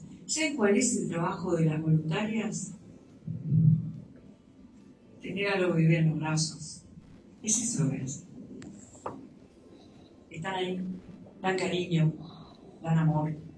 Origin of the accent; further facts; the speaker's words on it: Uruguay; como uruguayos, sentimos que Uruguay está lejos del mundo